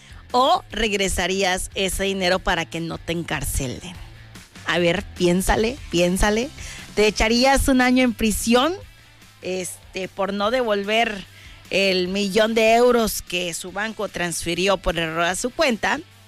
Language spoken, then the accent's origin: Spanish; Mexico; Y es que sabes cómo somos los mexicanos, hasta que no nos pasan las cosas